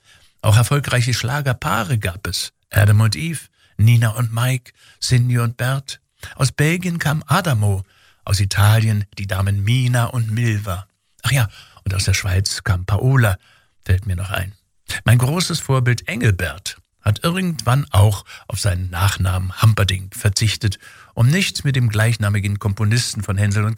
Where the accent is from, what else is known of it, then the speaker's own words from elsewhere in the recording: Germany; bei uns in Deutschland